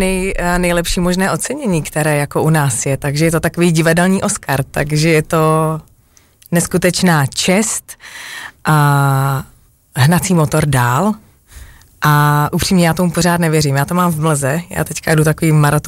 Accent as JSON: {"language": "Czech", "town": "Havířov", "region": "Moravian-Silesian Region", "country": "Czechia", "said": "A jsem z Havířova."}